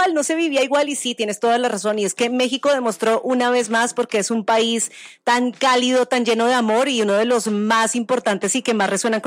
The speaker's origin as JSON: {"language": "Spanish", "country": "Colombia", "said": "cuando Colombia empezó a tener los resultados que tuvo, tengo que decirlo obviamente por mi tierra"}